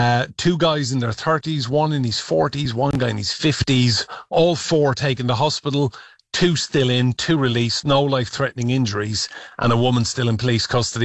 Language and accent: English; Ireland; Look, I'm Irish. We don't even have a foreign intelligence service. I think most people in Ireland are too busy partying and singing and dancing.